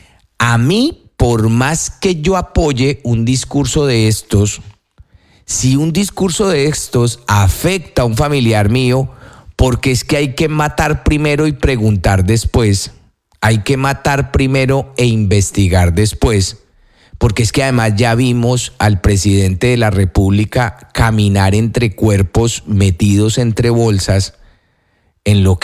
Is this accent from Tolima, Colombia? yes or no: yes; Tolima, Colombia; El problema es que, como yo soy del Tolima, imagínese que una de estas personas fuera un familiar mío.